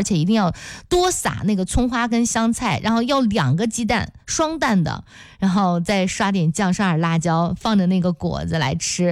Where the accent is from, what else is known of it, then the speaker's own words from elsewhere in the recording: Zhengzhou, Henan, China; 喝了我们河南这边的面汤，然后呢也叫甜汤，然后有一个外地的朋友当时就是来我们郑州啊，